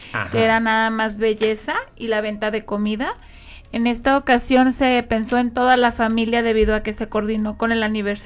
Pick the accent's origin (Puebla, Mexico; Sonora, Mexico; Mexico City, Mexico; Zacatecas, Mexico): Zacatecas, Mexico; Sombrerete; Soy de Sombrerete, Zacatecas.